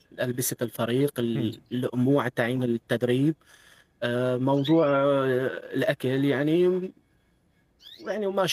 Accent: Latakia, Latakia Governorate, Syria; من مدينة اللاذقية، ولدت وخلقت بمدينة اللاذقية بمنطقة اللعوينة. أصلي الحفة قرية تفيل،

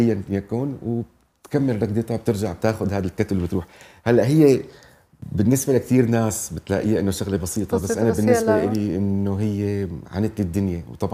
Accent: Syria; moved away as an adult; now in London, United Kingdom; نحن كسوريين

